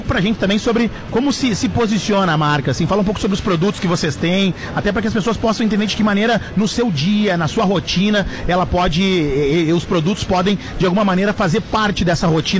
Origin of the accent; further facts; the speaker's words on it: Santa Maria, Rio Grande do Sul, Brazil; para nós gaúchos, para nós santamarienses